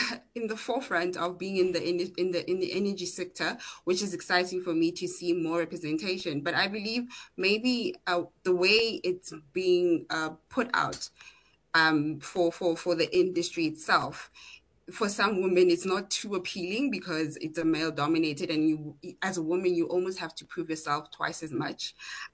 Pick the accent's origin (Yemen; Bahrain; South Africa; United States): South Africa; as much as I'm a South African